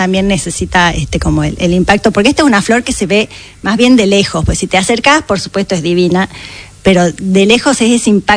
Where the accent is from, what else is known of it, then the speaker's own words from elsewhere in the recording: Salta, Argentina; accent: Salteño tonada; moved away as an adult; also born or lived in Buenos Aires; yo estudié acá, me vine de Salta a estudiar, hice diseño gráfico en la UBA.